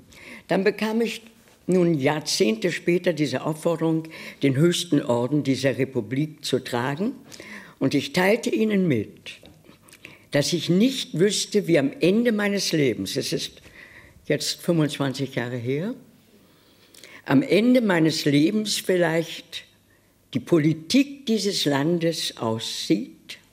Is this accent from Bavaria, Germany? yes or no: no; Berlin, Germany; So, also ich bin eine Berlinerin.